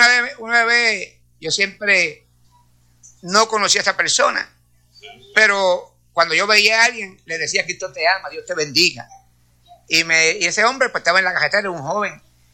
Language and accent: Spanish; Corozal, Puerto Rico; born there; en el pueblo de Corozal, en mi pueblo